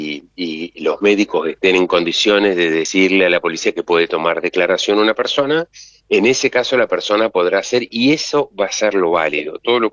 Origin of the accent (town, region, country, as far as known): Argentina